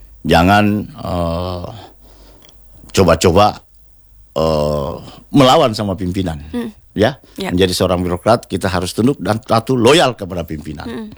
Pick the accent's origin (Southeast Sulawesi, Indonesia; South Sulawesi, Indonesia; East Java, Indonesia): Southeast Sulawesi, Indonesia; Kendari; Hanya Papa sempat tugas di Muna, gitu. Kita di Kendari semua.